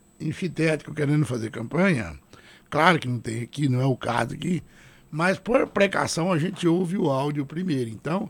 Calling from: Ourinhos, São Paulo, Brazil; Bom dia, meu amigo. Sou paulista da cidade de Ourinhos. Moro em Tangará da Serra.

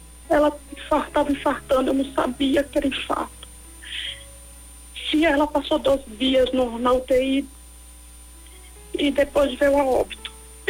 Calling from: Recife, Pernambuco, Brazil; Eu falo de Recife.

